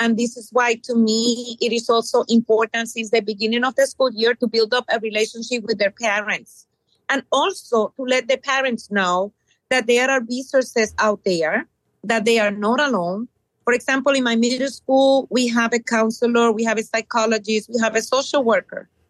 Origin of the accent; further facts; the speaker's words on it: Puerto Rico; born there; I was born in Puerto Rico. And I share with them, even though I am a legal citizen because I was born in Puerto Rico